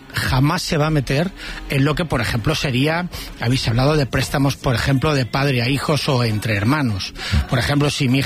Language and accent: Spanish; Valencia, Valencian Community, Spain; born or raised there